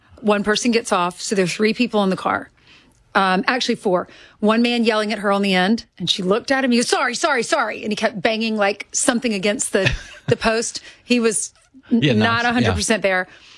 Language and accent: English; South Carolina, United States; I mean, I grew up in South Carolina, wanted to be in New York so badly.